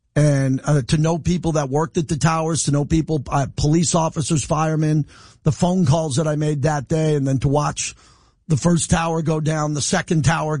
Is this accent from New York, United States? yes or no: yes; New York, United States; I'm a New Yorker.